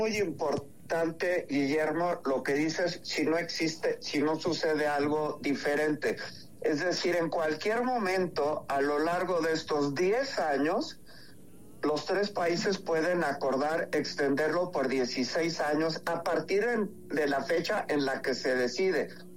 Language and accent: Spanish; Mexico